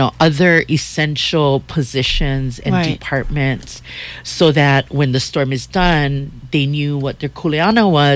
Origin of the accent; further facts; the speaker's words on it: Hawaii, United States; for us that born and raised in Hawaii, we live here a long, long, long time.